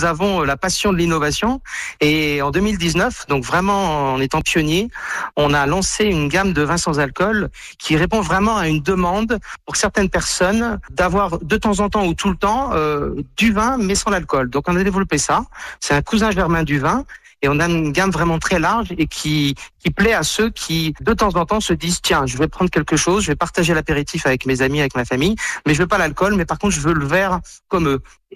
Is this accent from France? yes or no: yes; Nantes, Pays de la Loire, France; moved away as an adult; now in Languedoc, France; je suis originaire de Nantes, mais tombé amoureux du Languedoc grâce au vin et grâce à la vigne dans les années 90. Et maintenant, je suis attaché définitivement à cette belle terre du Languedoc.